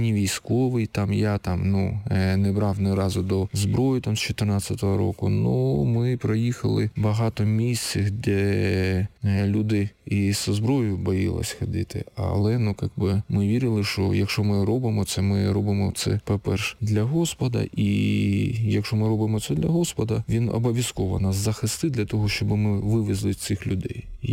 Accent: Berdiansk, Zaporizhzhia Oblast, Ukraine; ми з Бердянська, ми вже як місяць в окупації.

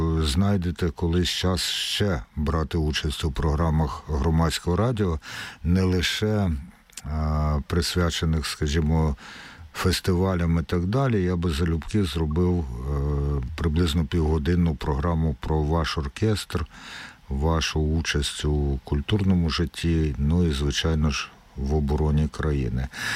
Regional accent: Kyiv, Ukraine; Київ, як киянин, я маю вам сказати, що культурною столицею України завжди було, є і буде місто Київ.

